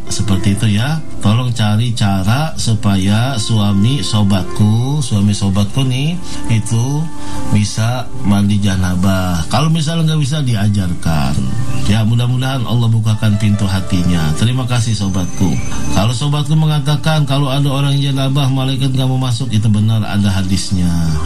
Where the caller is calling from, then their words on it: Tangerang, Banten, Indonesia; Saya dari Tangerang ingin bertanya Ustaz